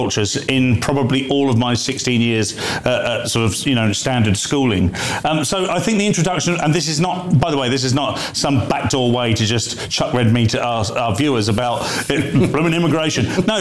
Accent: South East England, United Kingdom; when I grew up in Hampshire in the 90s, 80s, 90s, there weren't many.

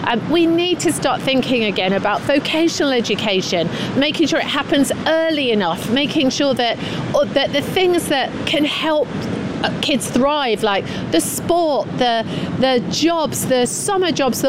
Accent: Scunthorpe, Yorkshire and the Humber, United Kingdom; I come from Scunthorpe. I want to see investment there. It was a great steel town, and everybody's there ready to work.

